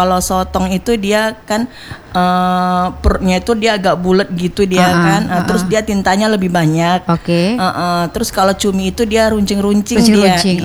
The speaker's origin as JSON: {"language": "Indonesian", "town": "Air Molek", "region": "Riau", "country": "Indonesia", "tie": "born or raised there", "said": "kampung saya kan di Air Molek."}